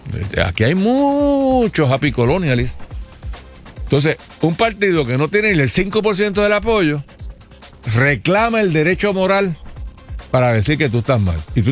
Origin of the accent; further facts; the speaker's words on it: Puerto Rico; nosotros analizamos el mundo desde el ombligo del planeta, que es Puerto Rico.